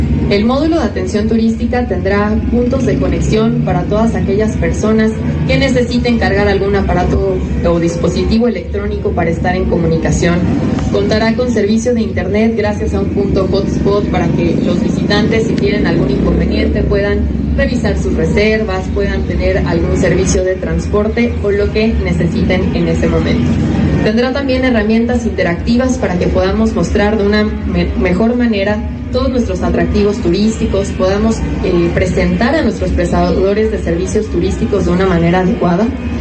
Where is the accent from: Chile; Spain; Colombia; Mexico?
Mexico; Atlixco, Puebla; de la zona de los volcanes de Atlixco. Zona que gracias al entorno, al clima y la forma de vida nos han brindado la identidad como atlixquenses.